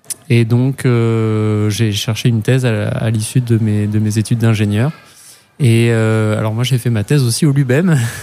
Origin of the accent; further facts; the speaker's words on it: South-West France, France; moved away as an adult; now in Quimper, France; je viens du sud-ouest de la France, donc j'ai commencé mes études à Pau en prépa.